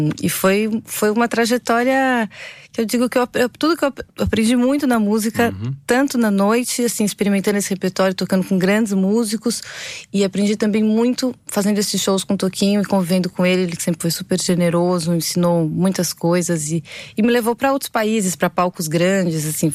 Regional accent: São Paulo, Brazil; Sim, passei a vida inteira em São Paulo, vivendo na capital, aquela cidade maluca.

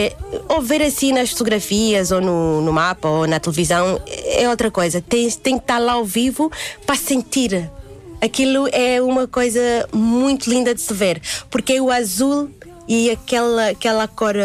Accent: Namibia; moved away; also born or lived in Lubango, Angola; nós somos do norte da Namíbia

